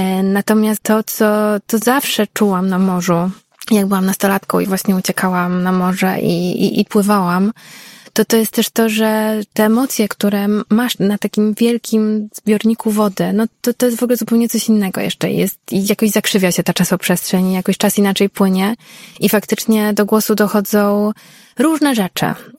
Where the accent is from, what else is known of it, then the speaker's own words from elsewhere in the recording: Warsaw, Masovian Voivodeship, Poland; born there; Ja się urodziłam w Warszawie i to miasto kocham i gdzieś czuję też, że to jest po prostu moje miasto